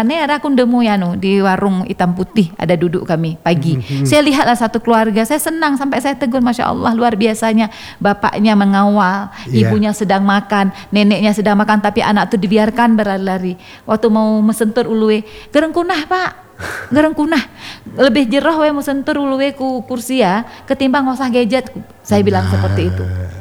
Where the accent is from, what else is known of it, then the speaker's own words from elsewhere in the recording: Takengon, Aceh, Indonesia; saya tuh besar di kecilnya di Takengon, dan saya melihat keluarga saya tuh pandai-pandai pedih bicara bahasa Gayo.